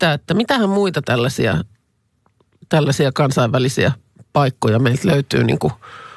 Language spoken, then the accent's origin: Finnish; Lahti, Päijät-Häme, Finland; born there; synnyin kaupungissani Lahdessa